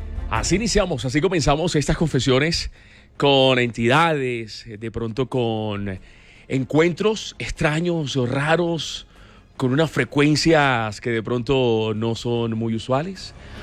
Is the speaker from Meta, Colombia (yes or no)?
yes; Villavicencio, Meta, Colombia; Soy de acá de Villavicencio, pensé que era Tropicana Villavicencio, sí, sí.